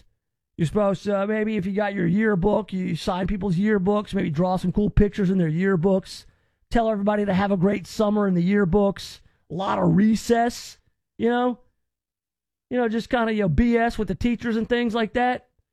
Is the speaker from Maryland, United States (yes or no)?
no; Memphis, Tennessee, United States; That's when I was born in Memphis and I moved around a lot, and then I was back in Memphis by third grade